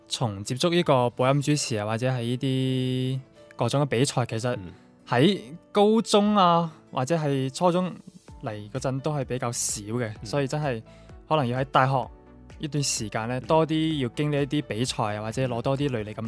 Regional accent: Guangzhou, Guangdong, China; also born or lived in Hong Kong; 我系嚟自广州大学粤语播音主持艺术专业嘅大学一年级学生 … ，我是香港出世，广州大的。

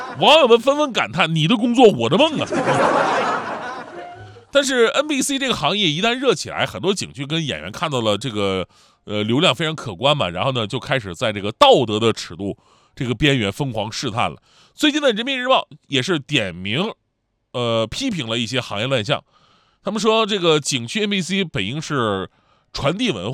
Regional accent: Changchun, Jilin, China; moved away; 我们老家长春

